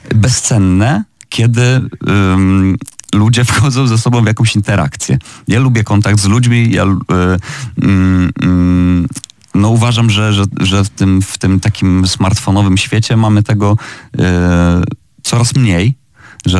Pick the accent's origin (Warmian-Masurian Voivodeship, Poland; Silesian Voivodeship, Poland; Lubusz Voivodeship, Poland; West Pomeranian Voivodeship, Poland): Lubusz Voivodeship, Poland; Żary; graliśmy w Żarach, to jest moje rodzinne miasto